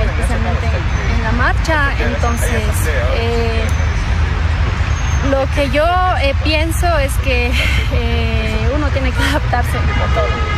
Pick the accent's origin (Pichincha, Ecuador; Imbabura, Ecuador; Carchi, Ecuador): Imbabura, Ecuador; Ibarra; moved away as an adult; de mi tierra, en Imbabura